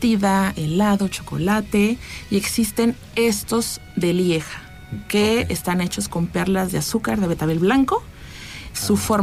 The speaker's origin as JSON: {"language": "Spanish", "region": "Querétaro", "country": "Mexico", "tie": "born or raised there", "also_born_or_lived": "France", "moved": "as an adult", "said": "Soy queretana. 100% queretana."}